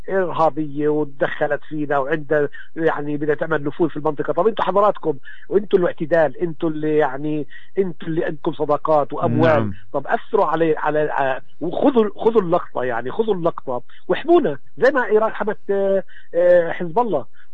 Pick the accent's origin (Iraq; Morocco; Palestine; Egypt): Palestine